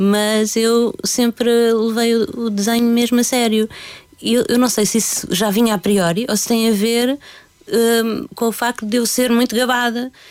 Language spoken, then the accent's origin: Portuguese; Lisbon, Portugal; also born or lived in Rifana (near Cartaxo/Rio Maior); Eu, apesar de ter vivido sempre em Lisboa, tecnicamente não nasci em Lisboa, nasci numa aldeia chamada Rifana, mas que não é uma das Rifanas que as pessoas conhecem, não é do Algarve nem nada. É um sítio ao pé do Cartaz, mais ou menos entre o Cartaz e Rio Maior.